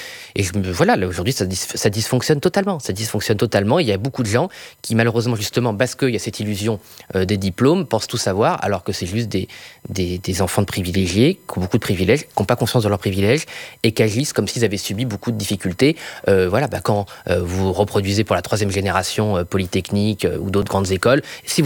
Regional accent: Brittany, France; Vous voyez, moi, je suis breton, je suis superstitieux, donc j'essaie de limiter mes rêves.

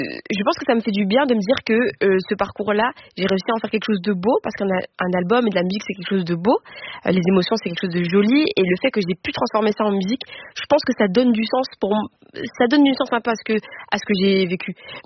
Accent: Belgium; je suis métisse, donc je suis belge, je suis congolaise, j'ai des traits qui me rappellent que je suis congolaise aussi

